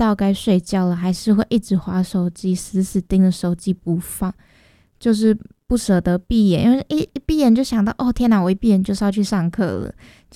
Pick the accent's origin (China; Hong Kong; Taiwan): Taiwan; Taichung; 我是台中人嘛，那也有可能我可能会在暑假的时候回家